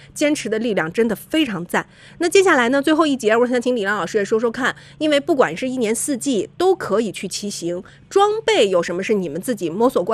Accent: Shandong, China; 我们山东人

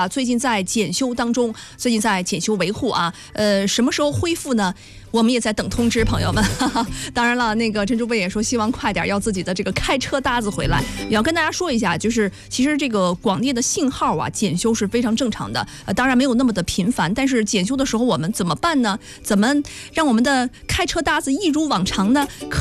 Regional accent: Shandong, China; 八仙过海的故事咱们山东人是从小就知道

